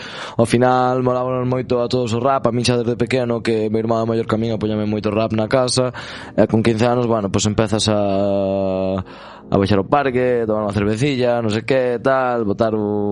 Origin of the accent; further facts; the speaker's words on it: Xinzo de Limia, Galicia, Spain; A verdad, eu son de Xinzo, pero meus pais son de Perrelos e de Folgoso, que son dous pueblos do Concello de Sarreaus